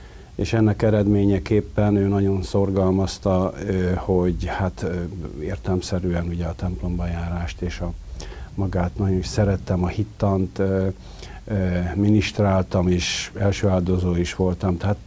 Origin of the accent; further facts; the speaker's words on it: Budapest, Hungary; 50-ben születtem itt Budapesten, a belvárosba, még a Paulai Ede utca egy számba, ott ahol régen a Sirály étterem volt, ma már azt hiszem, hogy nincs ott az Erzsébet térnél. És egészen 8 éves koromig laktunk